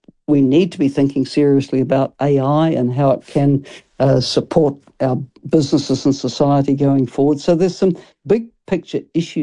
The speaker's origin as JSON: {"language": "English", "country": "New Zealand", "said": "as a New Zealander"}